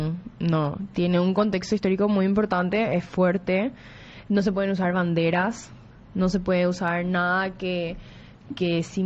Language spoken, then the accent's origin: Spanish; Paraguay; para mí, que soy paraguaya